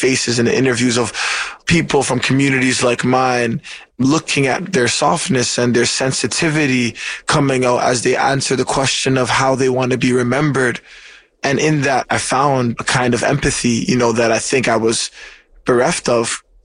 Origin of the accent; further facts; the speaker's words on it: Toronto, Ontario, Canada; I was raised in Regent Park. It's the first and largest housing project in Canada. It's right at the center of downtown Toronto